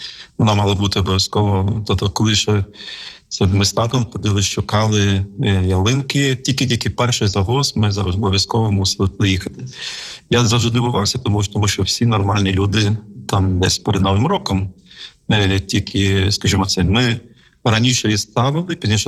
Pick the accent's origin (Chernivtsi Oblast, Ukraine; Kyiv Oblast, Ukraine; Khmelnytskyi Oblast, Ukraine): Khmelnytskyi Oblast, Ukraine; Khmelnytskyi; Я народився в місті Хмельницькому і зростав там. Це було місто мого дитинства, моєї юності. І можна сказати так, що щодо віри, якщо дивитися, то я був вихований взагалі в повністю атеїстичній сім'ї.